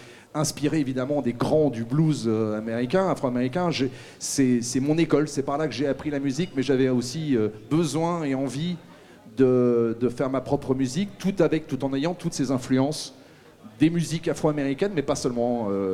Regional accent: Paris, Île-de-France, France; moved away as an adult; also born or lived in Nantes; Moi, c'est le chemin que j'ai parcouru quand j'ai quitté Paris. J'ai quand même vécu très très longtemps à Paris

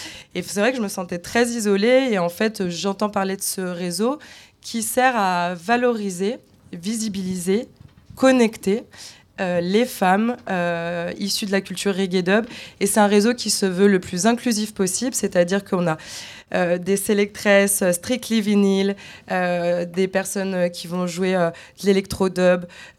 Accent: Lyon, Auvergne-Rhône-Alpes, France; effectivement je viens de Lyon

